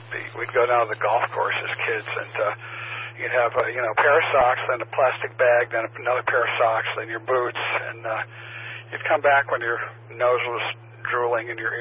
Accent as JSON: {"language": "English", "area": "Long Island", "region": "New York", "country": "United States", "tie": "born or raised there", "also_born_or_lived": "Cleveland, Ohio / Central Texas", "moved": "yes", "said": "I was born in Cleveland, but grew up on Long Island, so still got serious winters."}